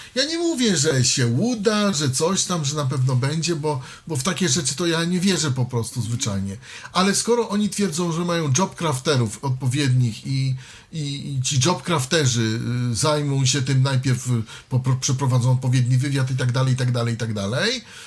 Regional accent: Podlaskie Voivodeship, Poland; ja jestem z podlaskiego.

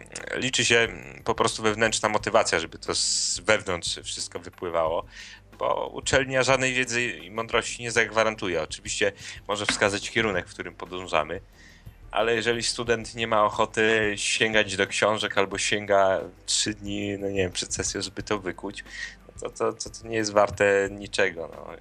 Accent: Białystok, Podlaskie Voivodeship, Poland; born there; also born or lived in Chios, Greece; tam się urodziłem. Byłem z przerwami do 6 roku życia. No i wróciliśmy do Polski, do Białegostoku, gdzie skąd moja rodzina pochodzi, połowa rodziny. Właściwie mama. No i tu w Białymstoku kontynuowałem edukację.

